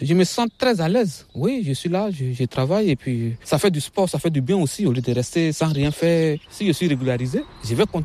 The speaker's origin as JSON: {"language": "French", "country": "Côte d’Ivoire", "said": "je viens de la Côte d'Ivoire."}